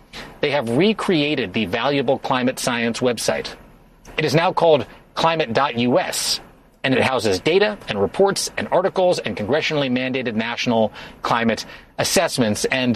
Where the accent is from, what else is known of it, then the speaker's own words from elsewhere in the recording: Los Angeles, California, United States; the horrible, horrible wildfires that happened in my hometown of Los Angeles.